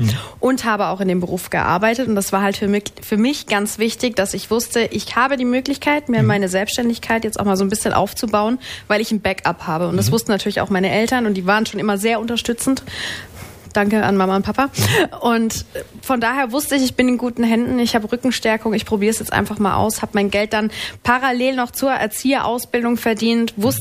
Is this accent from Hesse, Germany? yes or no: no; Baden-Württemberg, Germany; accent: Baden; also born or lived in Berlin; einfach ein Badener. Also ich krieg's auch nicht raus. Ich will es auch gar nicht rauskriegen. Ich liebe meine Heimat. Es ist einfach wunderschön hier.